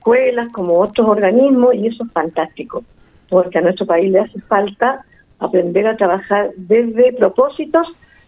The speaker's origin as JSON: {"language": "Spanish", "town": "Talca", "region": "Maule", "country": "Chile", "tie": "born or raised there", "moved": "as an adult", "lives_now": "Quillota, Chile", "said": "Yo soy de Talca, nacida en Talca."}